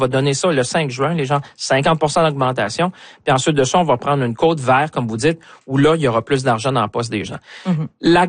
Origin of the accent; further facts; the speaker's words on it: Shawinigan, Quebec, Canada; moi je viens de Shawinigan